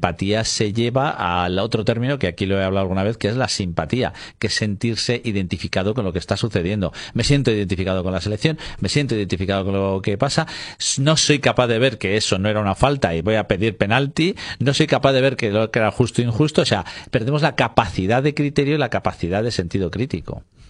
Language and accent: Spanish; Spain; por una vez los españoles